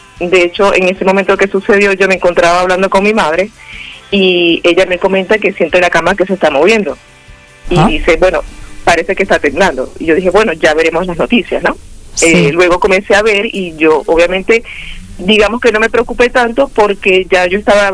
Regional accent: Venezuela; esto ha sido algo que nos ha afectado a todos, obviamente, como hermanos venezolanos que somos.

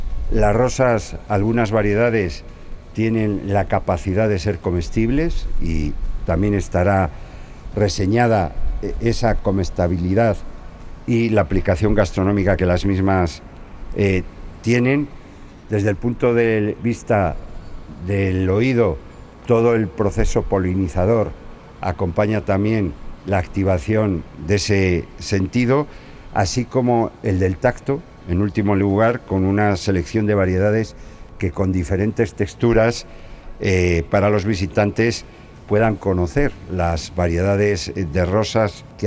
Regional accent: Valladolid, Castile and León, Spain; para todos nosotros los vallisoletanos

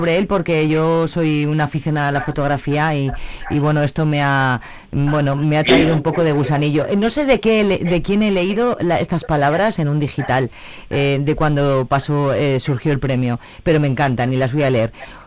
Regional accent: Pozuelo de Tábara, Castile and León, Spain; Y mi pueblo, que es Pozuelo de Tábara

